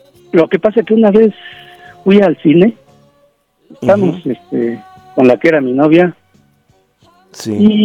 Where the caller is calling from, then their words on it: Tlalnepantla, State of Mexico, Mexico; de Tlanepantla.